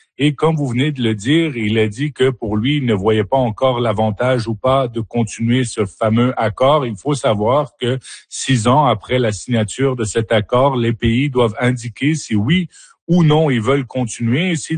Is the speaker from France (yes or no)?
no; Quebec, Canada; chez moi au Québec